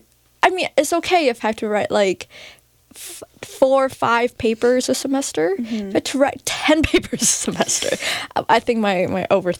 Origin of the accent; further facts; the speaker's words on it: Vietnam; moved away; I grew up in Vietnam